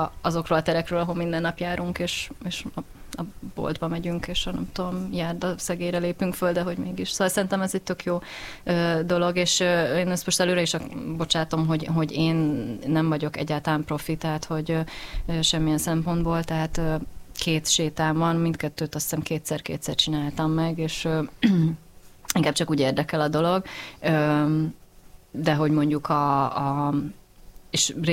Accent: Budapest, Hungary; Ja, csak azért, mert zuglói vagyok, és akkor nekem is feltűnt, hogy Hermina, meg Teleki Blanka gimnázium van ott

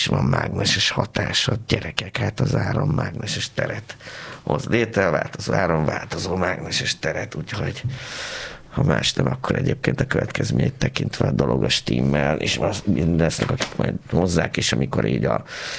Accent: Pécs, Baranya, Hungary; én ezt se tudom mondani, hogy én pécsiként sosem libikókáztam, mert mi döcögőztünk, drága.

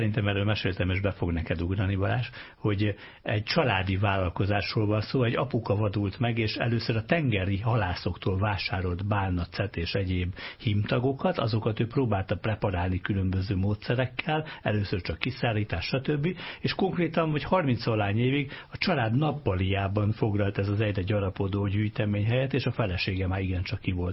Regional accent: Dunaújváros, Fejér, Hungary; born there; az én kis szülőfalum is, ugye Intercisa Dunaújváros

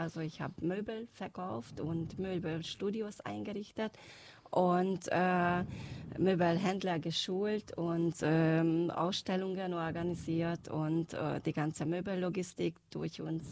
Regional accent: Pilisszentiván, Pest, Hungary; Ich stamme aus Pilisztendivan, aus St. Ivan bei Ofen, eine ungarn-deutsche Gemeinde in der Ofener Bergland.

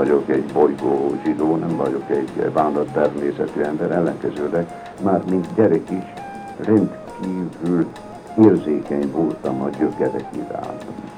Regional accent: Nagykanizsa, Zala, Hungary; now in Budapest, Hungary; amikor a szülővárosomból Nagykanizsáról elfelt Budapestre.

